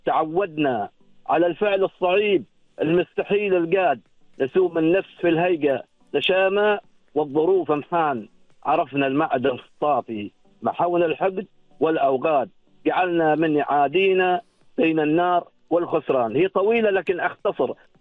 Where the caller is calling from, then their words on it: Oman; وإذا قالوا عنا سياد يعني كعمانيين، نعم ما زلنا نحن سياد